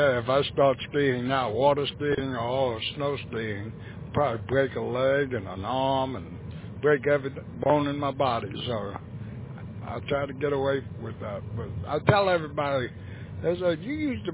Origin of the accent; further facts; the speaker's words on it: Northport, New York, United States; I'm from New York originally. I'm from Northport, New York, Long Island.